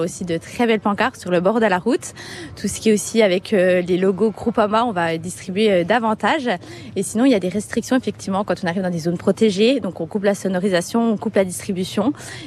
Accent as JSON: {"language": "French", "region": "Bourgogne-Franche-Comté", "country": "France", "said": "Là, on arrive chez moi en Franche-Comté, donc c'est un vrai plaisir. Je vais avoir ma famille qui sera sur le bord de la route"}